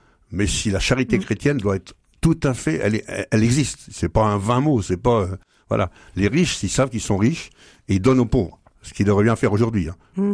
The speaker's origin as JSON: {"language": "French", "town": "Ségrie", "region": "Pays de la Loire", "country": "France", "said": "chez nous, à Ségris"}